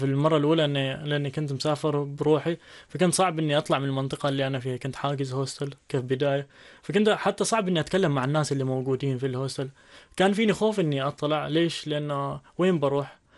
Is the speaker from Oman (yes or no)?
yes; Oman; إحنا كعمانيين